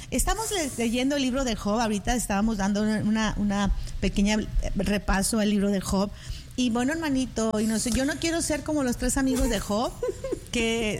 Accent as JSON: {"language": "Spanish", "town": "Monterrey", "region": "Nuevo León", "country": "Mexico", "said": "Sí, yo soy de Monterrey, bellísima."}